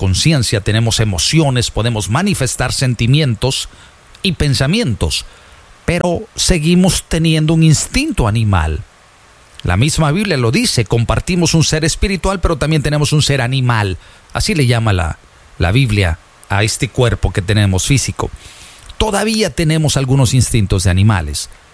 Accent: Tehuitzingo, Puebla, Mexico; Pico, esas personas de Puebla son mis vecinos. Yo soy de Tehuitzingo, brother.

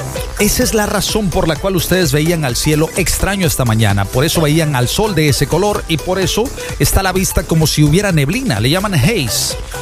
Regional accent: Veracruz, Mexico; yo soy de oro, y yo soy jarocho.

